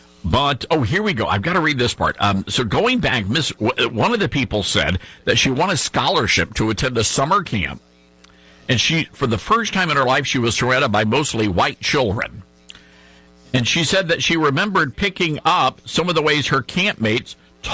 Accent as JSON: {"language": "English", "region": "Southern United States", "country": "United States", "accent": "Southern", "said": "ended up getting a job at a much larger broadcast market in California. And they love my southern accent."}